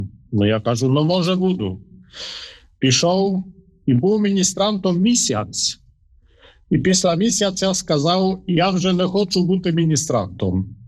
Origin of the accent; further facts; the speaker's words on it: Katowice, Silesian Voivodeship, Poland; moved away; Я з Катовіць. Катовіця – це моє рідне місто.